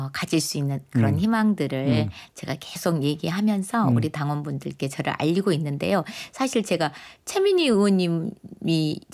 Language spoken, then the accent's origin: Korean; Honam, South Korea; 저는 호남 사람이거든요